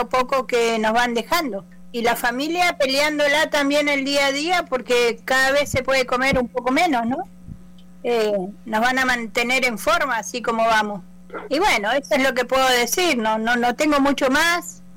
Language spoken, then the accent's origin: Spanish; Río Negro, Argentina; soy de acá del Nahuel Guapi.